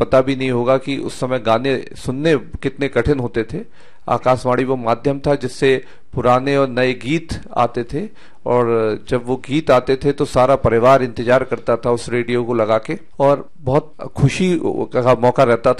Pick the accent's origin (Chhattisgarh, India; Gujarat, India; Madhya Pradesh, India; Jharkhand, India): Madhya Pradesh, India; Chhatarpur; हमारे छतरपुर को सबसे बड़ी सौगात इस आकाशवाणी ने दी है, वो हमारे बोलने का लहजा है जो एकदम बदल के ही रख दिया।